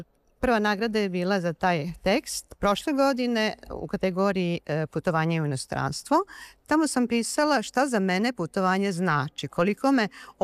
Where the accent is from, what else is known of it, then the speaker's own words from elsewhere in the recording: Sombor, Vojvodina, Serbia; dolazim iz Sombora.